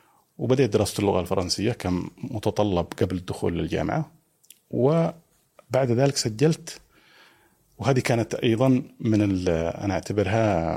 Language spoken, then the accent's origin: Arabic; Saudi Arabia; born there; فطبعا أنا من مواليد السعودية في 1974، لأن والدي كان في تلك الفترة في السعودية